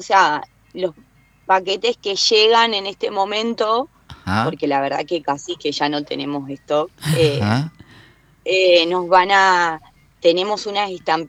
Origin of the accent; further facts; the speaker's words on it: Concepción del Uruguay, Entre Ríos, Argentina; nosotros somos de Concepción del Uruguay.